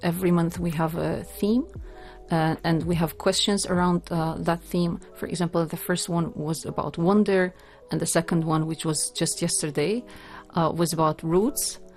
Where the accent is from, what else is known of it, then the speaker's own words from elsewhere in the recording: Kosovo; now in Oman; I'm Albanian from Kosovo. I reside here in Oman.